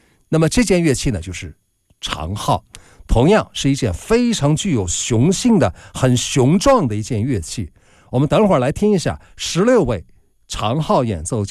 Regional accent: China; 我们中国人非常熟悉的现代京剧《智取威虎山》

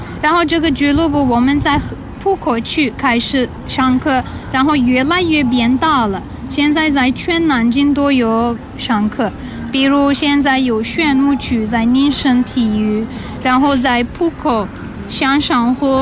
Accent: Netherlands; now in Nanjing, China; 我们来自荷兰的，十年之前来中国

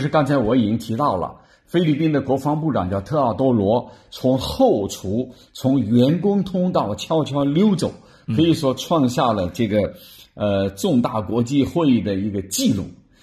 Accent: China; 那么我们中国人有句话叫什么？心虚啊，只有心虚才躲开。

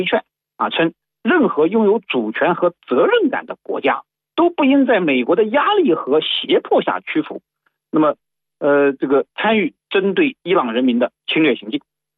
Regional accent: China

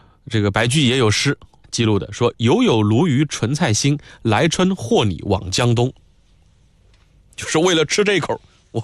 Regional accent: Yangzhou, Jiangsu, China; moved away as an adult; now in Nanjing, China; 我的家乡扬州啊，盐水鹅跟红烧老鹅都是一绝。后来我工作上大学都是在南京

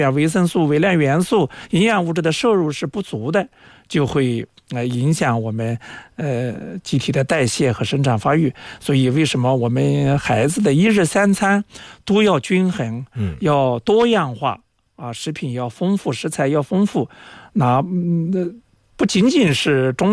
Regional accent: China

